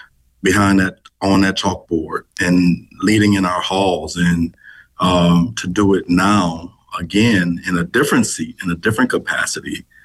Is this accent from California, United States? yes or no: no; New Orleans, Louisiana, United States; also born or lived in Lafayette, Louisiana; I grew up in Hallport in our city